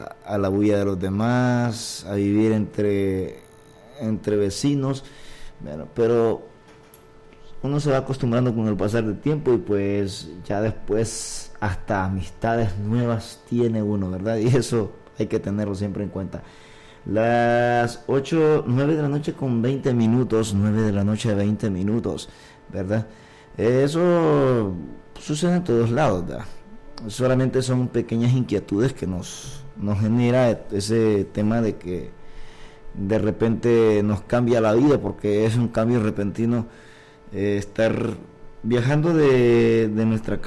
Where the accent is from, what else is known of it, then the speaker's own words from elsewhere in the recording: El Salvador; que yo soy de acá de El Salvador, pero también alquilo, mi cuarto